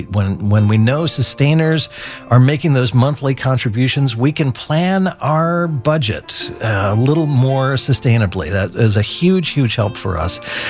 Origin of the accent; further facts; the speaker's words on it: Portland, Oregon, United States; moved away as an adult; I grew up here in Portland, and I'm so happy to be back home